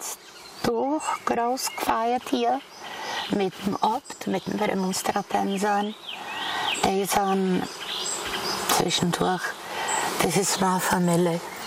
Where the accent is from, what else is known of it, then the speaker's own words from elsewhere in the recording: Aš, Karlovy Vary Region, Czechia; Die haben renoviert. Also bin ich in Asch geboren.